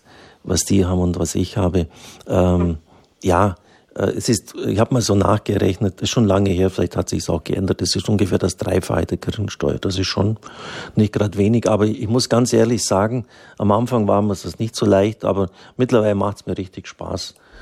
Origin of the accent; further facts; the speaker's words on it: Swabia, Germany; Ich bin ein Schwabe, dann habe ich den Nettolohn eher hergenommen.